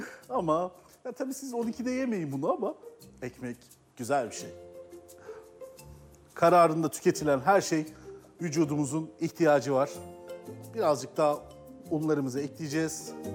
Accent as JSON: {"language": "Turkish", "town": "Pozantı", "region": "Adana", "country": "Turkey", "tie": "born or raised there", "said": "Adanalıyım ben. Adana'nın Pozantı ilçesinde büyüdüm."}